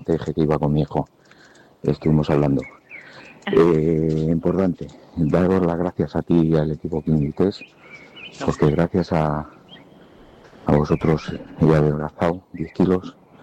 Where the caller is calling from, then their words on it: Madrid, Community of Madrid, Spain; de Carabanchel.